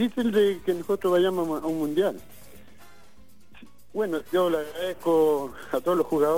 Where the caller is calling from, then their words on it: Chile; nosotros tenemos hartas cosas lindas acá en Chile.